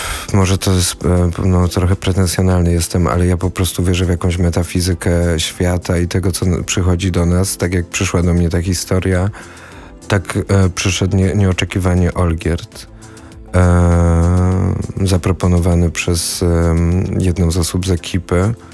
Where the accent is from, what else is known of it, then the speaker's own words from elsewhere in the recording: Kraków, Lesser Poland, Poland; jestem z Krakowa